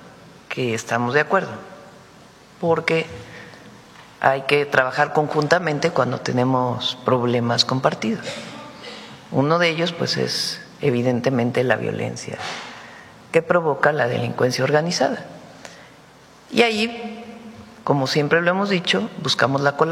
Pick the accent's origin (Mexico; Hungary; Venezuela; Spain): Mexico